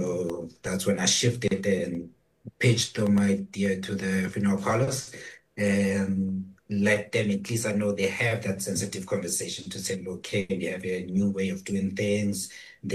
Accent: North West, South Africa; moved away; I'm from Northwest in Utsuseng.

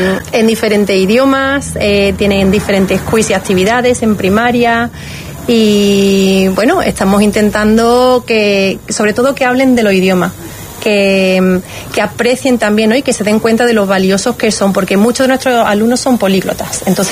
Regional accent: Córdoba, Andalusia, Spain; also born or lived in England

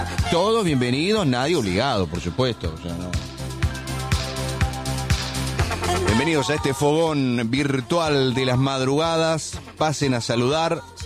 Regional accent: Argentina; siempre remándola en dulce de leche, ustedes y nosotros, porque somos argentinos, ¿viste?

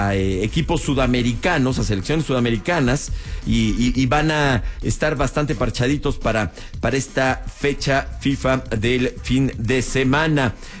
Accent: Mexico; yo soy mexicano.

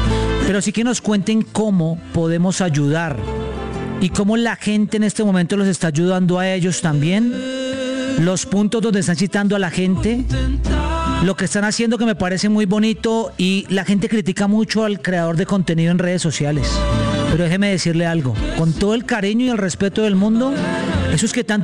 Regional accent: Colombia

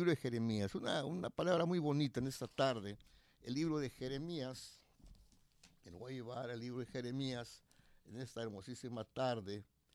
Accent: Xicoténcatl, Tamaulipas, Mexico; moved away; Cuando yo vivía allá en mi pueblo, allá en Jicotenca, el Tamaulipas

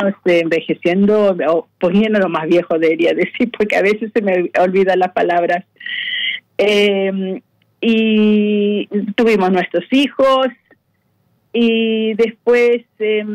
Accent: Chile; now in Australia; Yo puedo decir que soy chilena y todo eso, pero verdaderamente soy más australiana que chilena. Chilena es otra parte de mí, digamos, bien interna, se puede decir, bien interno, pero vivimos acá, somos más australianos, así que chilenos australianos.

